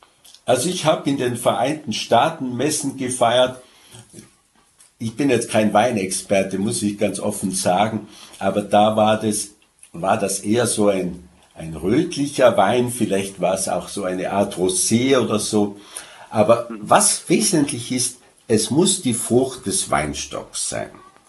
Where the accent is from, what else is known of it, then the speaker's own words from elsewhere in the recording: Tyrol, Austria; accent: Tyrolean; Ich bemühe mich als Tiroler, weil ich eben beim Radio bin, ein bisschen verständlich zu sprechen.